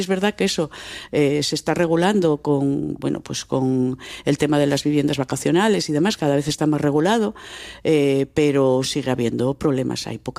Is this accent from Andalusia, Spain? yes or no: no; Güeria Carrocera, Asturias, Spain; Sí, soy de la cuenca, soy de la Güeria Carrocera.